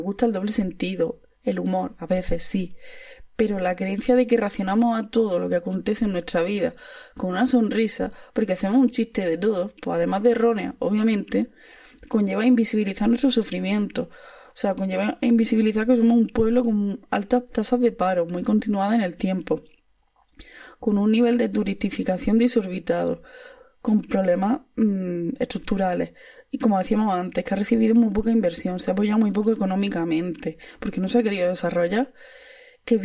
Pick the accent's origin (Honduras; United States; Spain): Spain; Andalusia; moved away; cómo se vive en Andalucía siendo tú andaluza.